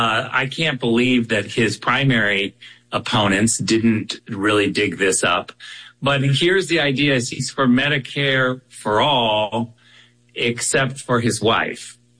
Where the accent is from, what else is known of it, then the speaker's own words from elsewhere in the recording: Jenison, Michigan, United States; look, I was born in Michigan. I was in school in Michigan, junior high, graduated from high school, from Jenison High School outside Grand Rapids.